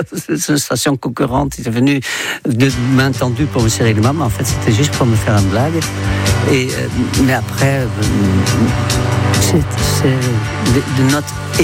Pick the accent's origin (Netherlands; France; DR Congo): Netherlands; moved away as an adult; J'ai quitté les Pays-Bas quand j'avais 21 ans, donc ça fait 61 ans.